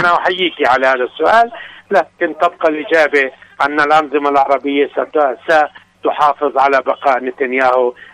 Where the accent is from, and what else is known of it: Yemen